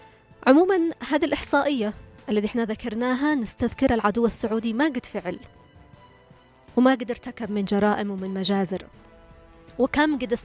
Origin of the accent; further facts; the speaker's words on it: Yemen; ما نقدر نقول نحن نخرج من اليمن ونبصر لنا أرض ثانية